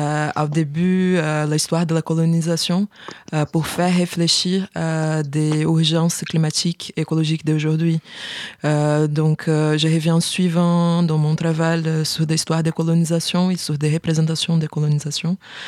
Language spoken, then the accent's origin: French; Rio de Janeiro, Brazil; French is a second language; un voyage d'exploration qui est arrivé à, chez moi, à Rio de Janeiro.